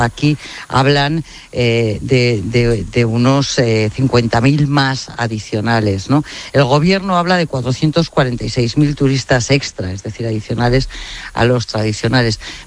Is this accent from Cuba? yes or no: no; Burgos, Castile and León, Spain; yo soy de Burgos.